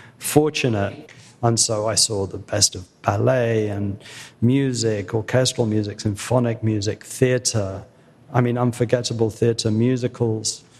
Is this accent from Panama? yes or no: no; London, United Kingdom; accent: London; We lived in London, you can tell from my accent.